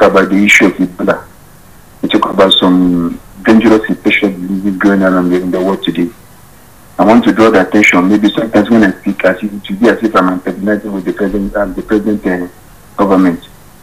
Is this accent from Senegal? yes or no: yes; Senegal; I'm from Senegal.